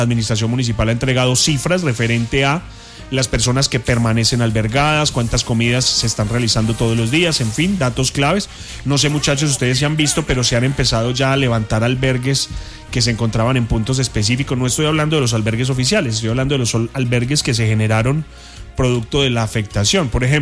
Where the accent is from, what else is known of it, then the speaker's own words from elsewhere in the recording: Pereira, Risaralda, Colombia; Eso es lo que somos los pereiranos, resilientes. Eso es lo que somos los risaraldenses.